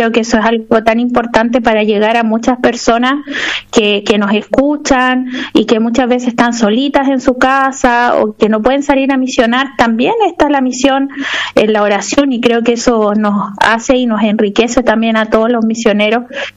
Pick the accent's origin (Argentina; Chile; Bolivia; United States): Chile; Nosotros los chilenos por ahí somos un poquitito fríos